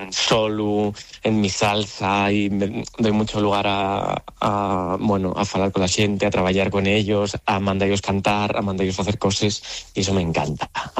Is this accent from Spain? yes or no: yes; Oviedo, Asturias, Spain; tengo muchas ganas de traer a Oviedo porque yo soy de Oviedo, entonces viene a verme todo el mundo, espero.